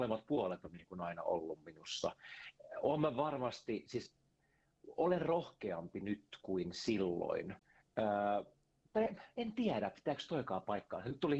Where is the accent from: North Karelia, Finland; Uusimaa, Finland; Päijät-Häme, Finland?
Uusimaa, Finland; Siuntio; täällä Siuntiossa, omakotitalossa, mun niin kuin juurien kotikunnassa, täältä mä oon kotoisin.